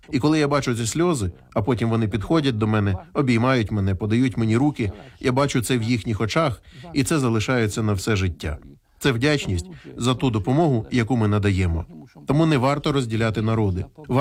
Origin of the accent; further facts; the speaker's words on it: Poland; Ukrainian is a second language; І передаю вітання, тому що я поляк.